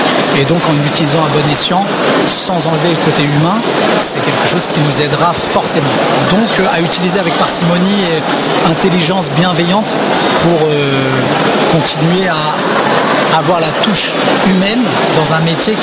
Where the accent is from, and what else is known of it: Sarcelles, Île-de-France, France; born or raised there